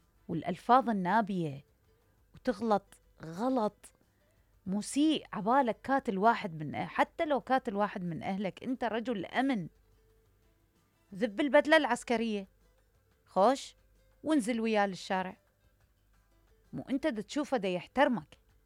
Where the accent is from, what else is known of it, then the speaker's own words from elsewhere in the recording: Iraq; أنك تهين كرامتي كإنسان كمواطن عراقي